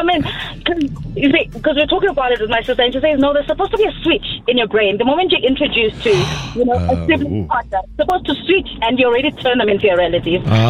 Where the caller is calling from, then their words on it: Hatfield, Gauteng, South Africa; I am driving to work. I'm currently in Hatfield.